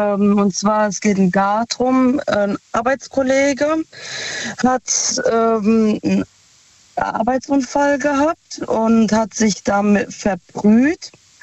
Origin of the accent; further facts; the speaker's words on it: Ludwigshafen, Rhineland-Palatinate, Germany; Aus Lu, also aus Ludwigshafen.